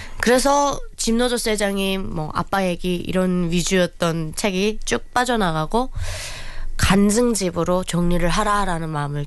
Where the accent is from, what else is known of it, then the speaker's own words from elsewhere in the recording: North Korea; now in South Korea; 저는 북한에서 왔기 때문에 한국 생활은 뭐 식은 죽 먹기일 거다 이렇게 생각을 했는데